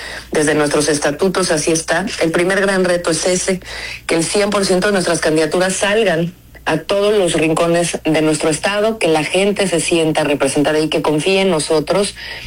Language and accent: Spanish; Mexico; Nosotros somos la cuna del pacto social más importante que nos une como mexicanos, que es la Constitución.